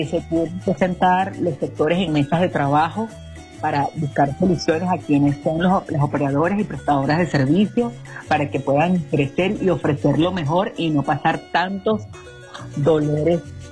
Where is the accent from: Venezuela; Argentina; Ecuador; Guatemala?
Venezuela; somos nosotros los venezolanos